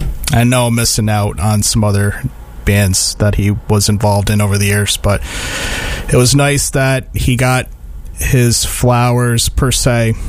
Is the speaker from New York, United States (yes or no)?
yes; Lansingburgh, New York, United States; Back in the day, I grew up in Lansingburg